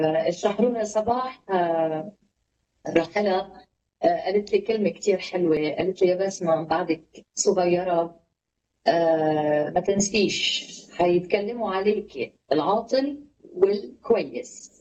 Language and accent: Arabic; Lebanon; عندنا في لبنان نقول التفشيش